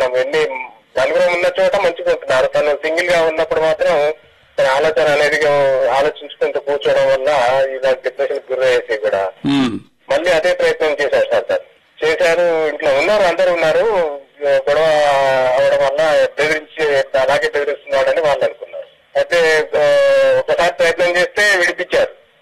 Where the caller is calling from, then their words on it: Telangana, India; Sir, నేను కుట్రాల నుంచి call చేశాను సార్.